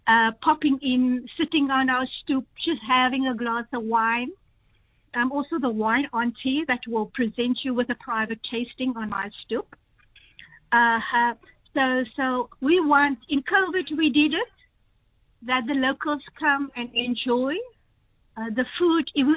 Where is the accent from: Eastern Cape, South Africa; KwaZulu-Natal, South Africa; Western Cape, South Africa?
Western Cape, South Africa; Pniel; Yes, so I'm born and bred in Pinel. I haven't put my foot outside of, South Africa.